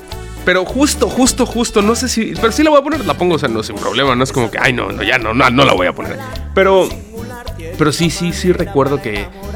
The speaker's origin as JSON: {"language": "Spanish", "town": "Chetumal", "region": "Quintana Roo", "country": "Mexico", "said": "Yo soy de Payo Obispo 2, que por cierto no hay luz"}